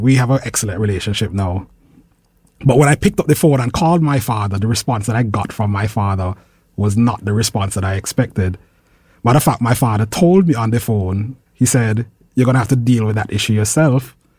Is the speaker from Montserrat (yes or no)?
yes; Montserrat; Growing up in Montserrat